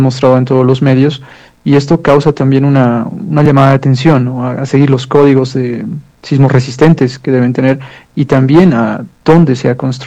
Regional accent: Bolivia; en mi país, por lo menos en Bolivia, lo manejamos con mucho cuidado

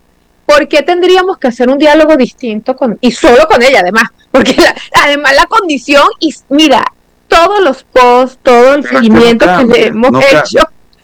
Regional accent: Venezuela; yo me opongo como venezolana

